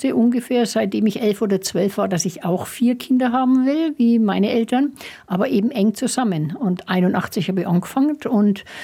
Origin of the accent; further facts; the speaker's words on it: Schwabach, Bavaria, Germany; also born or lived in Kelheim; Geboren bin ich in Kelheim. Aufgewachsen bin ich in Schwabach.